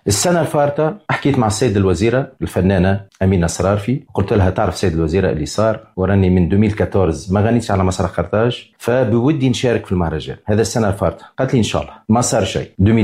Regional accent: Tunisia; أنا فنان تونسي

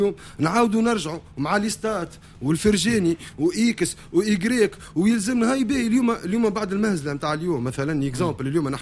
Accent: Tunisia; انا كتونسي مانيش صاحب القرار،

